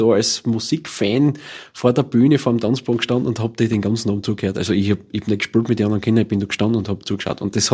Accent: Grottendorf, Saxony, Germany; Das war so, das Blämerfest war einfach legendär bei uns in Grottendorf. Mein Papa stammt ja von dort in der Nähe, also ein kleiner Nachbar.

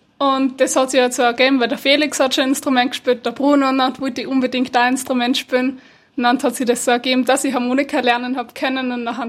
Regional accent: Langenwang, Styria, Austria; Naja, ganz genau komme ich aus dem Pretulgraben. Das ist in der Gemeinde Langenwang im Bezirk Bruckmützzuschlag. Und das ist in der Steiermark.

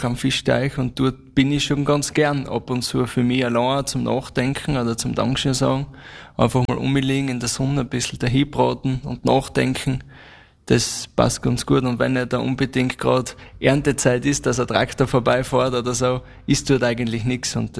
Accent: Mettersdorf, Styria, Austria; Also ich komme ja aus Mettersdorf, das ist ein Teil von der Marktgemeinde Steins

